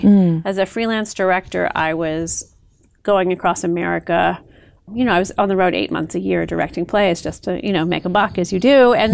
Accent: Baltimore, Maryland, United States; moved away; I grew up in Baltimore, Maryland.

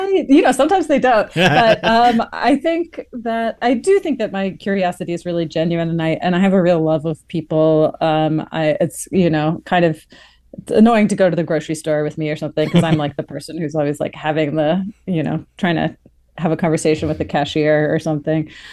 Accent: East Coast, United States; also born or lived in Texas; I've spent most of my career living in Texas, although I'm from the East Coast

